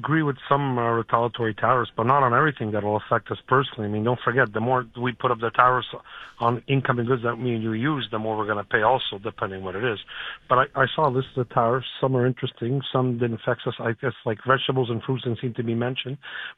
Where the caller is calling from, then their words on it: Canada; as Canadian and construction workers